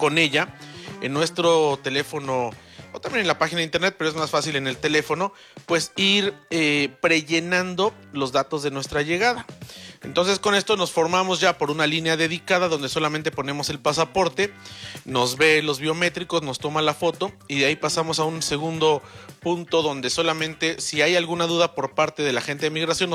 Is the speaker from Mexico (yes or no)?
yes; Mexico; Recuerden, como mexicanos, para llegar a Canadá necesitamos tener